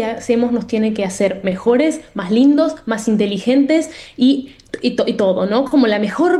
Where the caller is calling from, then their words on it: Verona, Veneto, Italy; Sigo en Verona, en la ciudad de Verona